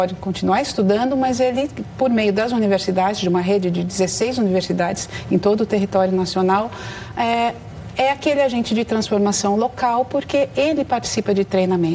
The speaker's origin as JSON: {"language": "Portuguese", "town": "Piracicaba", "region": "São Paulo", "country": "Brazil", "said": "Piracicaba, de onde eu venho"}